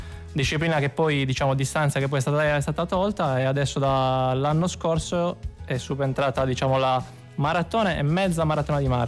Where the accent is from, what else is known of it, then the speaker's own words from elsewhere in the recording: Sassari, Sardinia, Italy; che io sono di Sassari